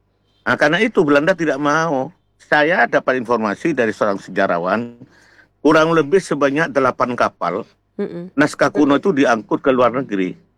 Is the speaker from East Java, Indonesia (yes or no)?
yes; East Java, Indonesia; Jadi pendalungan itu saya orang Madura, Mbak Rini orang Jawa, kita besanan.